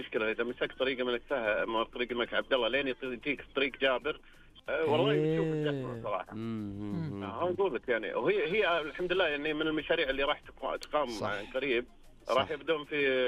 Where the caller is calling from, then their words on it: Riyadh, Riyadh Province, Saudi Arabia; من الرياض الله يعافيك.